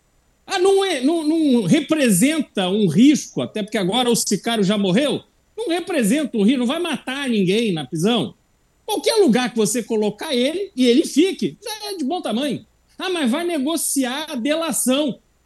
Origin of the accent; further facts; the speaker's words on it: Brazil; eu como brasileiro